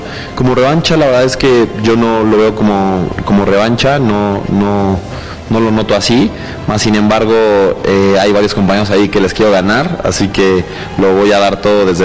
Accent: Mexico; yo siempre voy a estar como mexicano

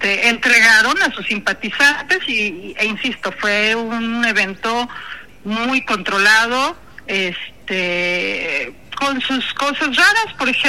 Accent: Mexico; no debería de ser gracioso, pero somos mexicanos, podemos reírnos de cualquier cosa

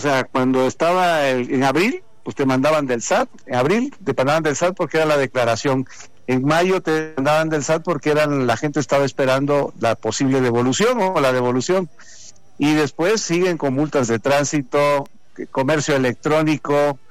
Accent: Mexico; como muchas mexicanas y mexicanos

